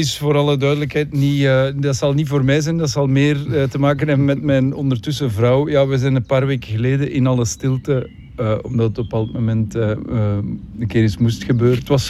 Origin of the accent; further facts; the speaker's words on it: Leuven, Flemish Brabant, Belgium; born there; Ik zelf niet, ik ben geboren in Leuven. Maar mijn twee ouders zijn wel West-Vlamingen.